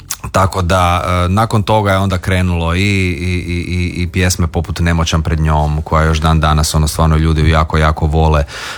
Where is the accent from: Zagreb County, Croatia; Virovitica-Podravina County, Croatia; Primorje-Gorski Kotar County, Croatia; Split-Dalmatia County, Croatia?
Zagreb County, Croatia; Zaprešić; snimljen u mom rodnom kraju, u Zaprešićkom kraju, baš ono u Zaprešiću